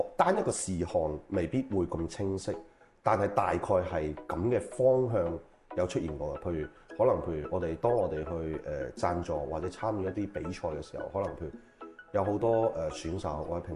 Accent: China; 我覺得我哋中國人做到嘅嘢，應該會比呢個世界 感到驚喜

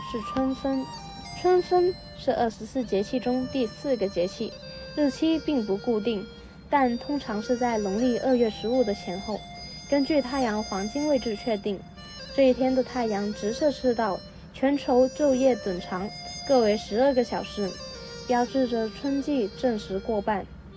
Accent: Hong Kong; Chinese is a second language; 我是来自香港蓝田圣保禄中学中三级的

